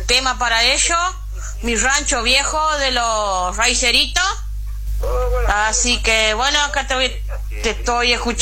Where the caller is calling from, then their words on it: Las Tunas, Entre Ríos, Argentina; de Las Tunas.